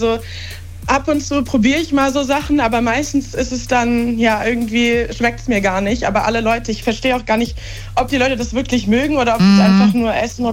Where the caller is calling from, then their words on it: Berlin, Germany; Ich wohne gerade in Berlin.